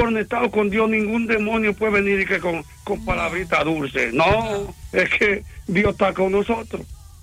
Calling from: La Romana, Dominican Republic; aquí en la Romana

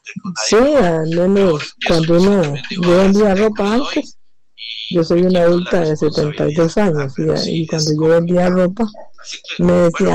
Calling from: Limón, Costa Rica; yo soy de aquí de Primavera

